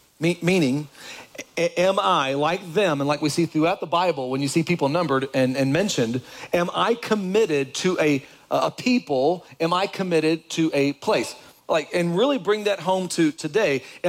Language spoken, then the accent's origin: English; Kentucky, United States; I left Kentucky, I'll give of my hometown with my family, I'll give of all of that and come, I'll do all that.